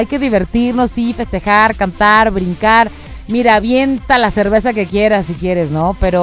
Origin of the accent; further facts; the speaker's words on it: Mexico; Somos mexicanos cool, padre, chingones.